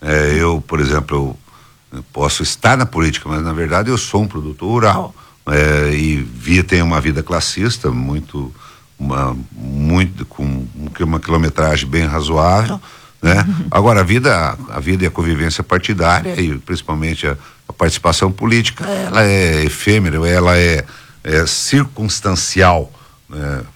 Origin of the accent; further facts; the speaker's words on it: Goiás, Brazil; born there; moved away; a oportunidade de nascer em Goiás. Eu adoro o meu estado, adoro a minha cidade, adoro o lugar lá onde eu nasci, lá no meio da roça.